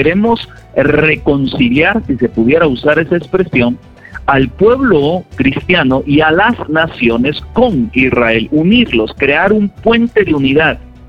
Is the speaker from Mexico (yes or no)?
no; Guatemala; now in Peru; aunque yo soy de Guatemala, amo muchísimo Perú.